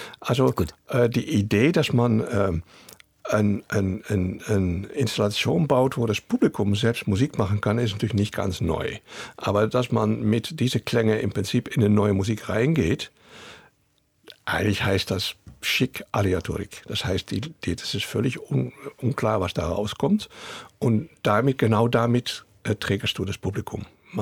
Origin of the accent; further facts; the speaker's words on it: Netherlands; German is a second language; now in Germany; als Holländer